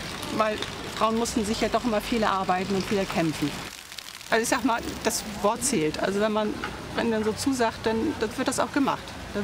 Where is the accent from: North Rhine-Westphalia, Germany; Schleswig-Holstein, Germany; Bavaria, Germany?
Schleswig-Holstein, Germany; Bergentin; ich komme aus Bergentin. Ich bin gebürtige Schleswig-Holsteiner seit 1964.